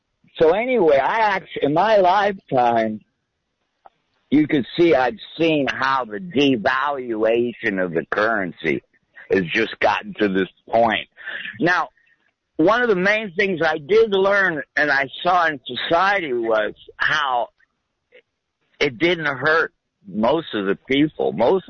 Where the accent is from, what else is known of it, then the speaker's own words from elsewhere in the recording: Pacifica, California, United States; also born or lived in San Francisco; Pacifica. Oh, that was a nice little place to grow up. We had everything as kids, you know, ocean golf course, mountains, and it was just still a lot of open space.